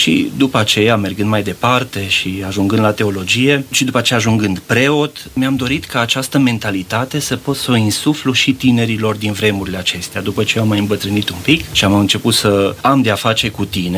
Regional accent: Breaza, Romania; Încă de când eram copil, în satul meu natal la Breaza

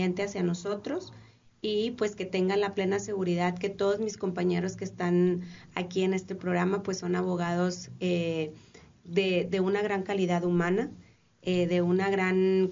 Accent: Sabinas, Coahuila, Mexico; Yo soy originaria de Sabinas, no vengo a Nuevo León, soy originaria de Sabinas, Coahuila.

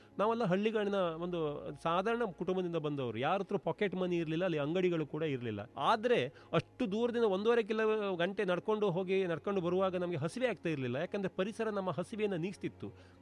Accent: Karnataka, India; ನಾವು ಮಲೆನಾಡಲ್ಲೇ ಹುಟ್ಟಿ ಬೆಳೆದವರು.

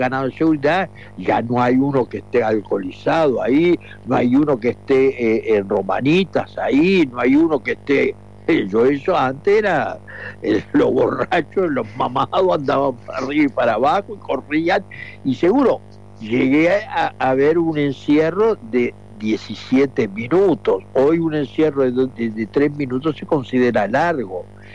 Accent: Spain; seguro yo soy entre navarro y vasco

